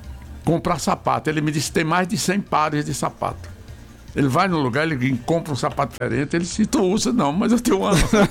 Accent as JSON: {"language": "Portuguese", "region": "Ceará", "country": "Brazil", "said": "Eu sou do Ceará, atuei muito tempo na Bahia, sou advogado"}